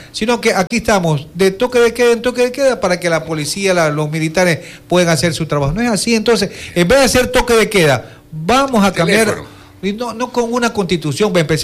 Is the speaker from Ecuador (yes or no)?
yes; Ecuador